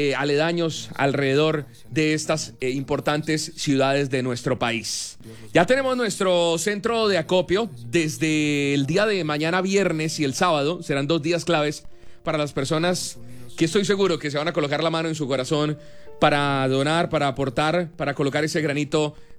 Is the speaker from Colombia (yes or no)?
yes; Colombia; como buenos guerreros, como buenos colombianos.